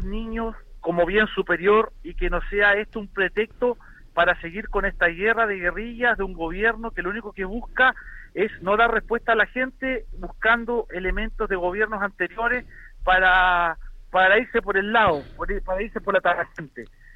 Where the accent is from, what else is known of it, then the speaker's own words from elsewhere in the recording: Los Lagos, Chile; en mi tierra, en Palena